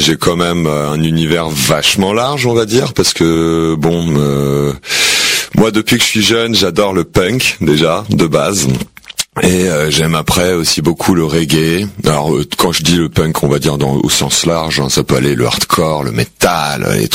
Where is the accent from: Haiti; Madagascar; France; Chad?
France; Paris, Île-de-France; À Paris. Je suis un vrai Parisien, figure-toi, parce que finalement, c'est pas si courant que ça. Hein. Paris, c'est une ville où tout le monde vient bosser, tout le monde vient d'ailleurs, quoi. Et donc, je suis un vrai Parisien. Voilà, je suis né dans le 12e arrondissement.